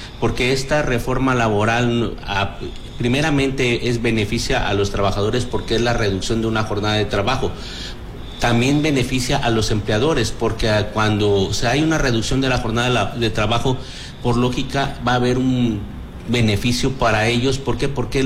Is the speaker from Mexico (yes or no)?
yes; Mexico